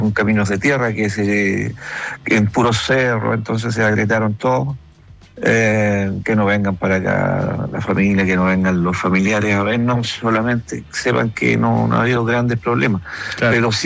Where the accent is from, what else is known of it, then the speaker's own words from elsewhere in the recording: Panguipulli, Los Ríos, Chile; porque yo crecí, nací, crecí en Panguipulli, un gran abrazo.